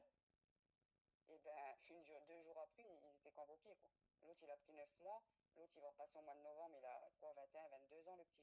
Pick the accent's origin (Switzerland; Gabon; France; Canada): France; vous savez que les voyageurs, on est français. On est même plus français que certains Français qui vivent en France. J'en ai français depuis des générations, on n'a jamais bougé de la France.